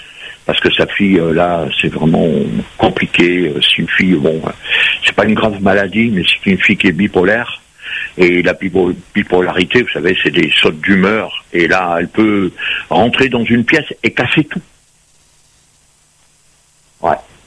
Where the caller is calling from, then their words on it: France; Alors, je suis en métropole. J'ai 73 ans.